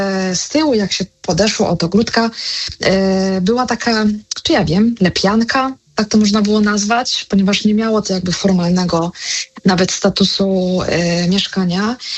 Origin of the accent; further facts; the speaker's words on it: Kraków, Lesser Poland, Poland; ja jestem z Krakowa i mogłoby się wydawać, że Kraków to jest takie, z pewnością jedno z zamożniejszych miast